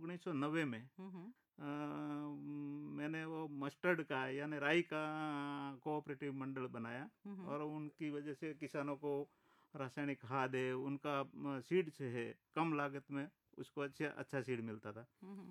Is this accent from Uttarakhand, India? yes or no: no; Gujarat, India; हमारे Banaskantha dry area है बिल्कुल, तो वहाँ पे पानी का कोई वो नहीं रहता है